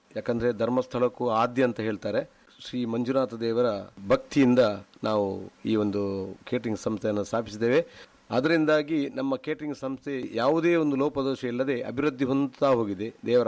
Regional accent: Mangaluru, Karnataka, India; ನಮ್ಮ ಊರಿನಲ್ಲಿ ನಾವೊಂದು ಇಲ್ಲಿ ಹುಟ್ಟಿದ್ದಕ್ಕೆ ಸಾರ್ಥಕ ಅಂತ ಹೇಳ ಬಯಸ್ತೇನೆ.

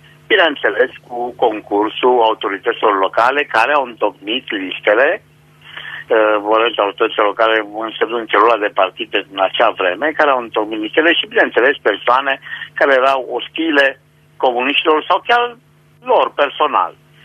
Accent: Banat, Romania; eu sunt bănățean și bunicii mei au fost din Nicolau Mare.

